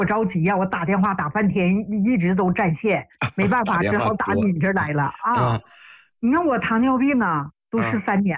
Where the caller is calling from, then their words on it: Anshan, Liaoning, China; 我是鞍山的。